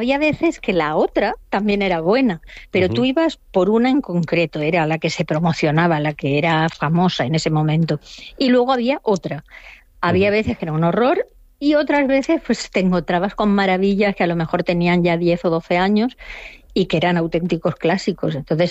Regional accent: Elda, Valencian Community, Spain; Sí, voy a hablar de mi tierra, pero no solamente de Elda, que es mi pueblo, sí, sino de toda nuestra zona, toda nuestra comarca.

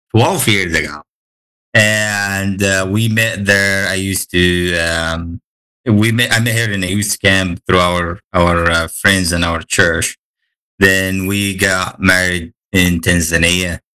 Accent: Egypt; now in Kansas City, United States; Like I grew up in Egypt, and we have Egyptian Muslims and Egyptian Christians.

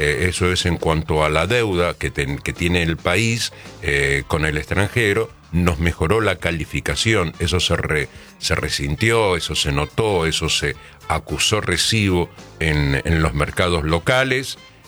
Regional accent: Argentina; Mire, yo no recuerdo que acá en mi país, en la República Argentina

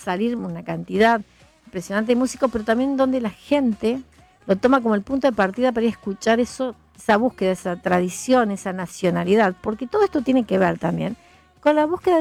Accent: Argentina

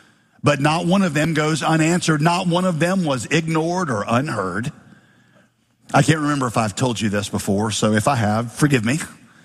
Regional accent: Winston-Salem, North Carolina, United States; Now, some of you might know, I grew up in Winston-Salem. That was my home city.

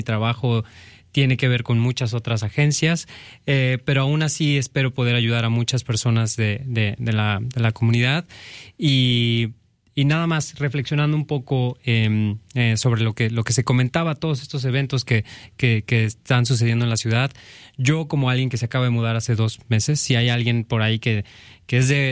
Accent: Chiapas, Mexico; moved away as an adult; also born or lived in Mexico City; now in Madison, United States; Perfecto, pues yo soy de México, soy del estado de Chiapas, el estado más al sur del país. Viví mucho tiempo en la Ciudad de México

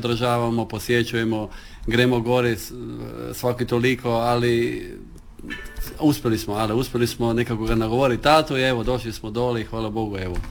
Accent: Motovun, Istria County, Croatia; prvo reći iz Motovuna, iz Kaldira, to su moji korijeni, to je moj rod i jako sam ponosan

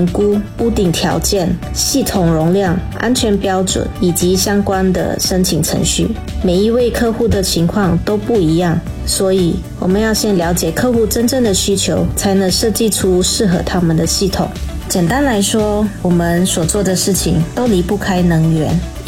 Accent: Raub, Pahang, Malaysia; 第一间店开在我的家乡拉瓦斯，也就是老越，那是一个不算大的城镇。

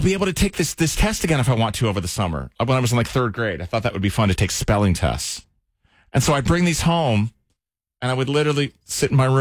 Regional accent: Columbia, Maryland, United States; moved away; I grew up in Maryland, Columbia, Maryland.

